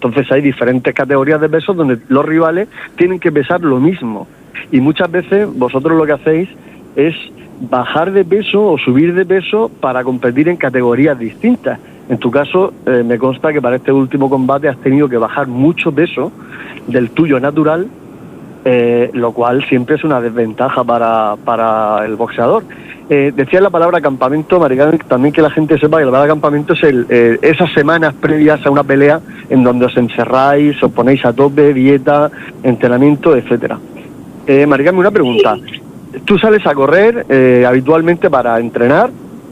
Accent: Region of Murcia, Spain; Como mujer, como deportista y como murciana

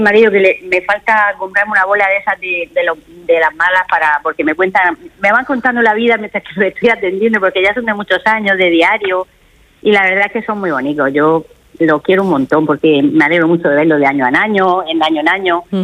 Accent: Cartagena, Region of Murcia, Spain; Somos cartageneros, pero el higo, eso es muy muy murcianico

